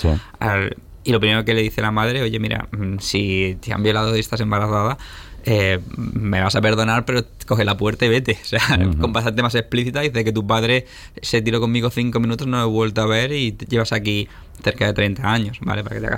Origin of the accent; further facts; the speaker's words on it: Almería, Andalusia, Spain; also born or lived in Melilla; yo al final soy de Almería, lo poco, lo mucho que tengo, es me he criado aquí, mi madre es de aquí, mi padre es de Melilla, yo también nací, aunque nací en Melilla, yo me siento almeriense